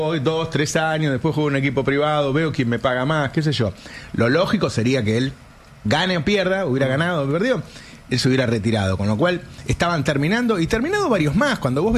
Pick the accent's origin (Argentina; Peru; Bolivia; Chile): Argentina; Nosotros, gente que está pasando un mal momento como los argentinos